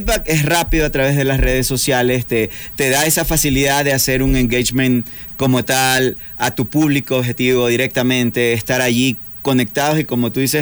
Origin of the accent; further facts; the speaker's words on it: Ecuador; nuestra música como artista ecuatoriano ante su audiencia.